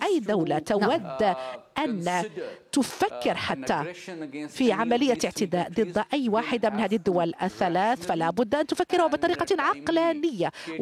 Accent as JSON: {"language": "Arabic", "country": "Pakistan", "said": "أعتقد أنا كباكستاني فإن هذه تعتبر مرحلة تتسم بالكثير من الفخر"}